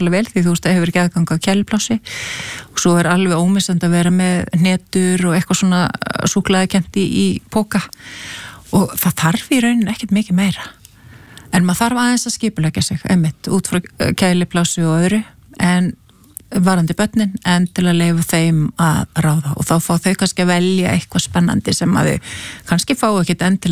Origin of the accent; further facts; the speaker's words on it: Mosfellsbær, Capital Region, Iceland; þá var ég að stýra svona verkefni upp í Mosfellsbæ, mínum heimabæ heilsueflandi samfélag